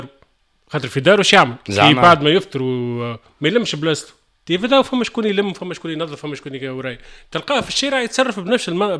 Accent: Tunisia; انا تونسي.

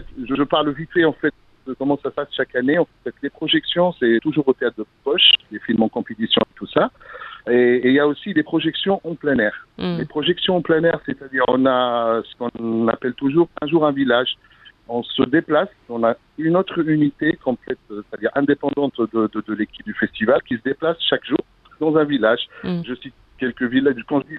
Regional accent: Le Kef, Kef Governorate, Tunisia; Parce que le KEF, je suis KEFois tout d'abord, donc du coup c'est ma ville natale.

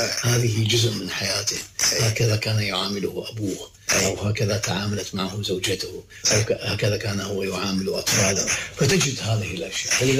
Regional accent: Iraq; أنا كعراقي

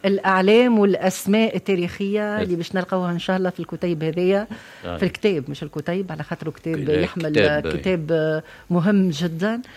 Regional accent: Tunisia; تتعمق في تراثنا وموروثنا التونسي

